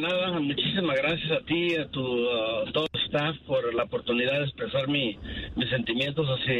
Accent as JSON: {"language": "Spanish", "country": "Mexico", "tie": "born or raised there", "moved": "yes", "said": "como ciudadano mexicano que he ido a México y que me ha vivido, yo nací en México, viví en México, mi niñez la viví en México"}